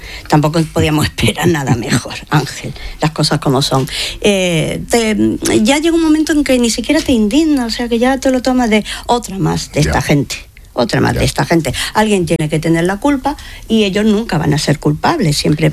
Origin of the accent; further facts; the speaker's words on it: Melilla, Spain; soy melillense antes que periodista